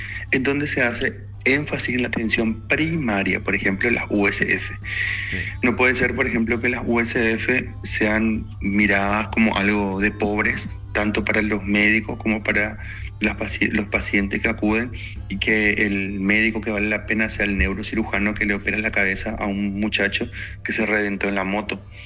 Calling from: Ciudad del Este, Alto Paraná, Paraguay; Vivo en Ciudad del Este, ahora estoy en Italia

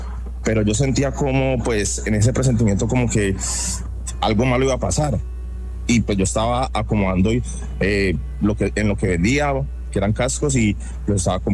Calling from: Cali, Valle del Cauca, Colombia; Desde aquí de Cali, Valle del Cauca.

